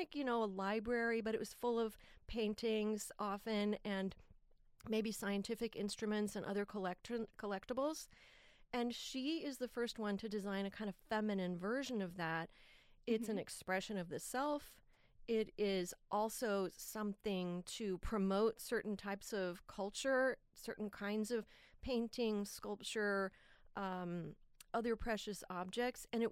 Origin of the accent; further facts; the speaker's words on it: Midwest, United States; You know, I came from the Midwest.